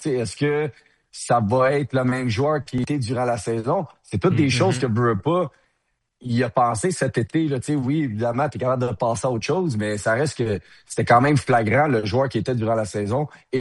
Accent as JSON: {"language": "French", "region": "Quebec", "country": "Canada", "said": "Tu sais, on n'est pas beaucoup au Québec."}